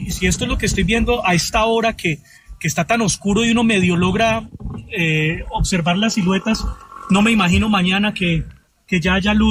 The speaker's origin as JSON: {"language": "Spanish", "town": "Pereira", "region": "Risaralda", "country": "Colombia", "moved": "yes", "said": "yo soy de Pereira, y antes de irme para otro lado, pues viví aquí mucho tiempo y me conozco muy bien la ciudad"}